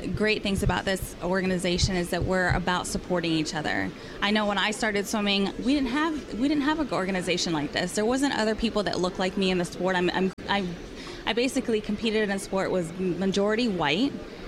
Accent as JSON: {"language": "English", "town": "San Juan", "country": "Puerto Rico", "tie": "born or raised there", "said": "growing up in San Juan, Puerto Rico, I was surrounded by water"}